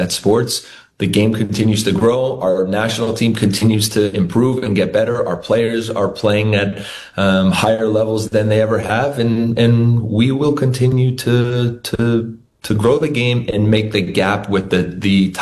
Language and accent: English; Princeton, New Jersey, United States; born there; I was born in Princeton, New Jersey. My dad was head coach at Princeton University at that time.